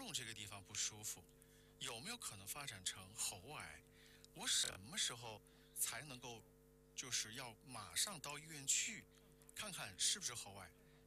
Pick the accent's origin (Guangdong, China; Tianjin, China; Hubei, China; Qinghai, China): Hubei, China; Wuhan; 我们武汉人说梗到了，